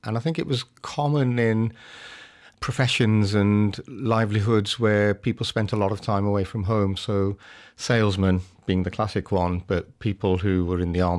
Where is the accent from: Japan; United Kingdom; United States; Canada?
United Kingdom; West Midlands; I was brought up in the Black Country in England, in the middle of the West Midlands.